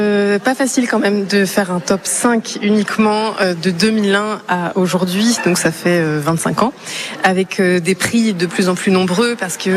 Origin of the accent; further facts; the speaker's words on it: Corsica, France; chez nous, en Corse.